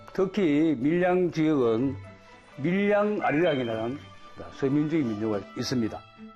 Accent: South Korea; 저는 한국에서 온

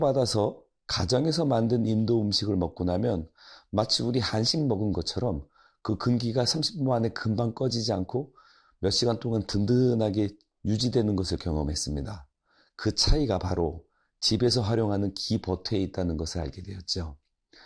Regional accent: South Korea; moved away as an adult; now in India; 나는 한국 사람이고

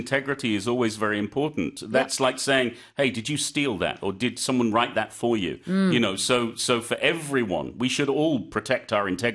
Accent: United Kingdom; Well, I am British, and we're famous for our self-deprecating

